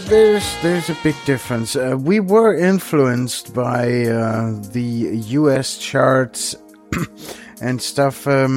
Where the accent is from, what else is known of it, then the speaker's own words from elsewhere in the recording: Germany; Growing up in Germany, let me say it that way. The 80s, that was my teenage years.